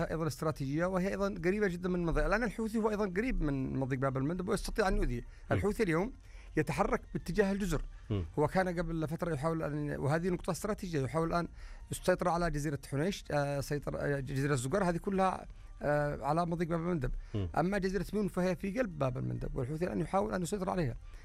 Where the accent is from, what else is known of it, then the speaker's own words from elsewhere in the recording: Yemen; نحن كيمنيين